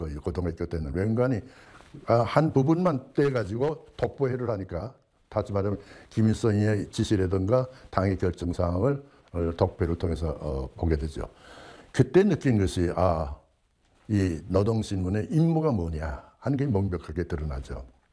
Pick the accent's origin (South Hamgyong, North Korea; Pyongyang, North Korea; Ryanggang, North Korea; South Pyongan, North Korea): Pyongyang, North Korea; moved away; 우리 평양, 내가 평양 출신이니까